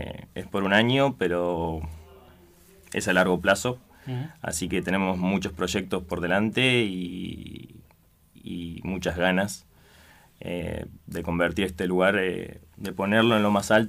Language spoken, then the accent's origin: Spanish; El Bolsón, Río Negro, Argentina; born there; nos criamos ahí